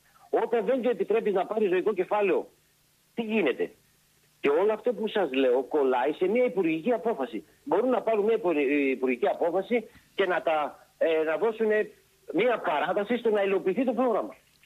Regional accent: Antigonos, Western Macedonia, Greece; Στο χωριό μου, από εκεί που κατάγομαι εγώ και εκεί που ζω, έτσι, στο Αντίγονο

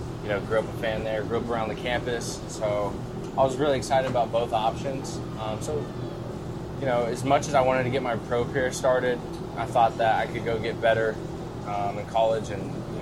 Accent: Tulsa, Oklahoma, United States; So I'm from the Tulsa area.

